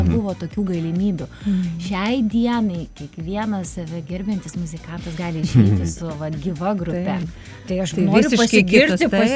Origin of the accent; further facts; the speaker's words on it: Kaunas, Kaunas County, Lithuania; kaunietė, kadangi esu, tai aš be galo visų pirma laukiu rūpiučio 22 Kauno koncerto jachlube.